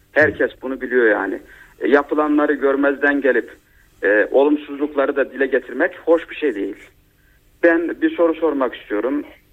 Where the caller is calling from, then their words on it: Istanbul, Turkey; İstanbul'dan arıyorum.